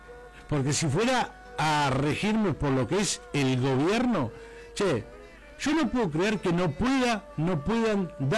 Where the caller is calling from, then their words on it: Uruguay